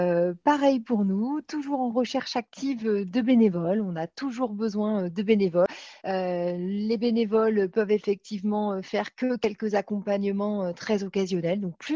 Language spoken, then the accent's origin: French; Normandy, France; now in Paris, France